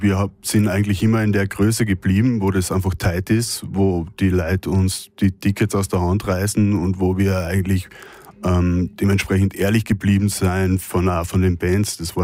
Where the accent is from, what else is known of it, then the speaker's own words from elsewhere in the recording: Austria; Also ich komme aus der Region und ich war als 8-Jähriger das erste Mal dort